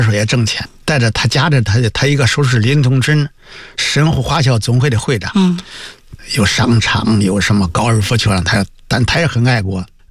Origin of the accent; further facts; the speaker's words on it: China; 我是一个中国人，我又是个摄影师